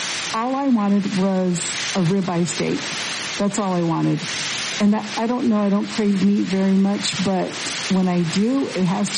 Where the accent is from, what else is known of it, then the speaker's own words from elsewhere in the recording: Mammoth, Arizona, United States; moved away; I was over in my hometown in Mammoth, Arizona.